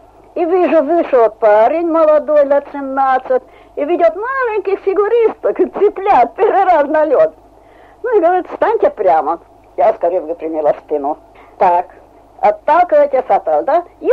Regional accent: Hungary; Russian is a second language; now in Soviet Union; я плохо говорю по-русски, потому что я из Венгрии. Я приехала в Советский Союз в 36-м году.

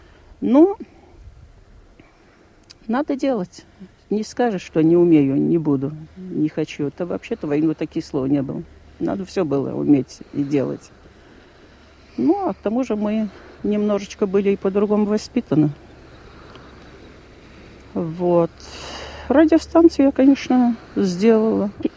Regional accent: Saint Petersburg, Russia; moved away; Я говорю, из Ленинграда.

